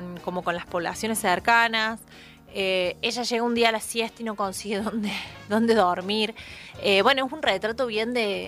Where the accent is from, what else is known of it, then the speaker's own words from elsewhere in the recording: Bell Ville, Córdoba, Argentina; Es mi tierra.